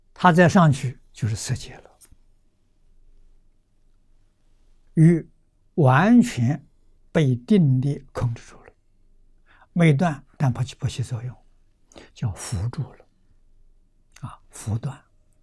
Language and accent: Chinese; China